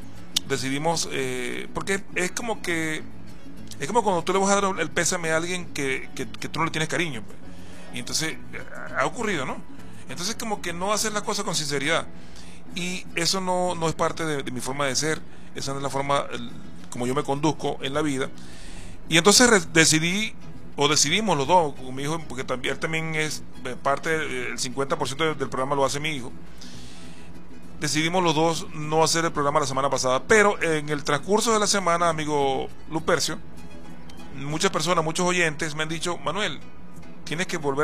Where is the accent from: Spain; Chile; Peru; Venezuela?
Venezuela; San José de Areocuar, Sucre; now in Ciudad Guayana, Venezuela; mi pueblo San José de Areocuar